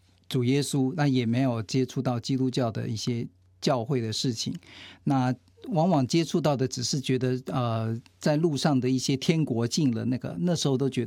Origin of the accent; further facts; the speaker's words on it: Yonghe District, New Taipei, Taiwan; 我是在台现在叫新北市